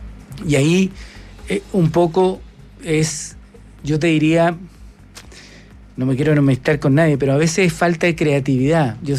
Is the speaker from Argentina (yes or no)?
no; Chile; porque los chilenos en general, como somos los ingleses de Sudamérica, conducimos por la izquierda.